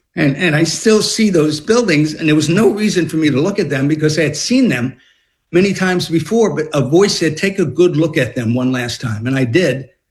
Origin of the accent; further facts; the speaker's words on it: New York, United States; I grew up in New York, so I remember seeing the towers going up when I was in high school.